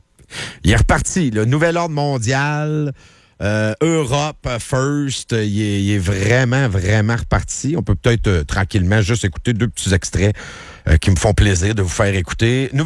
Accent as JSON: {"language": "French", "country": "Canada", "tie": "born there", "said": "Moi, je suis Canadien, là, je peux pas être autre chose. Je suis né ici, puis j'ai pas d'autres passeports."}